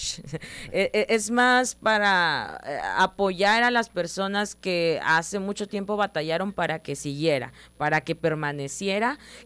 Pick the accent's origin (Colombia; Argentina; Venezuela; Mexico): Mexico; Tabasco; somos tabasqueños